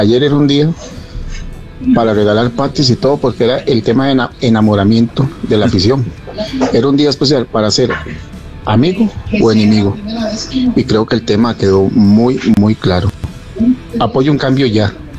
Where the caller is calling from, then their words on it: Cartago, Costa Rica; desde Cartago.